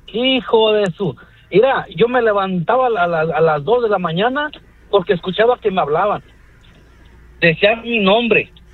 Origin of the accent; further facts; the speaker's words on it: Morelos, Mexico; ¿Qué? Me escucho medio italiano, pero soy mexicano.